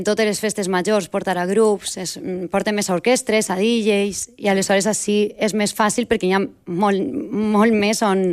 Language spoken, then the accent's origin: Catalan; Valencian Community, Spain; som del País Valencià, vivim a una zona molt turistificada